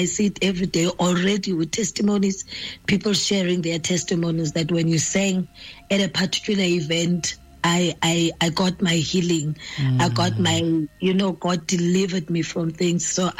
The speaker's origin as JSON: {"language": "English", "region": "Northern Cape", "country": "South Africa", "tie": "born or raised there", "moved": "as an adult", "lives_now": "Johannesburg, South Africa", "said": "Born and raised in the Northern Cape."}